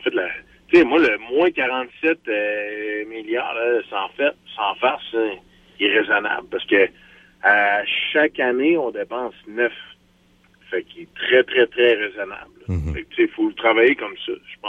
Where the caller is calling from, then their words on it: Quebec, Canada; moi, en fait, je suis un de la rive sud de Québec.